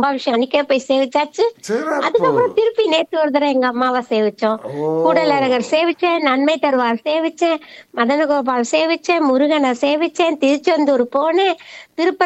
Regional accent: Madurai, Tamil Nadu, India; moved away as an adult; சொந்த ஊர் மதுரை. என்னோட சொந்த ஊர் மதுரை.

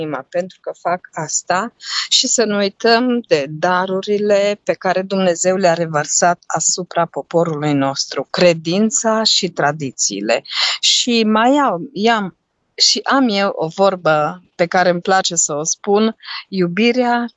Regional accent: Romania

